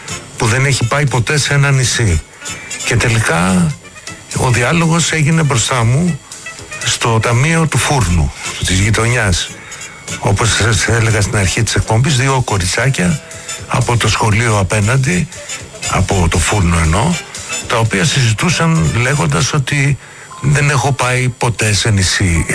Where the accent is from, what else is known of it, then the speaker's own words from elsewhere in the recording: Chania, Crete, Greece; Από τα Χανιά, ναι, από τα Χανιά.